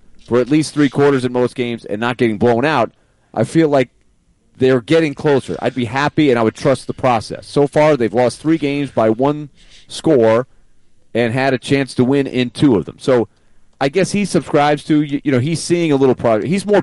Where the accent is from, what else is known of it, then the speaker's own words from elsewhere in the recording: Boston, Massachusetts, United States; born there; moved away; I was born in Boston back in the day.